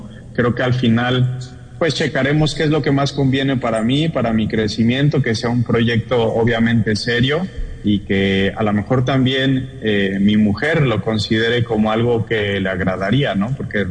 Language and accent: Spanish; Puebla, Mexico; Yo soy de Puebla, cerca de la capital, dos horas.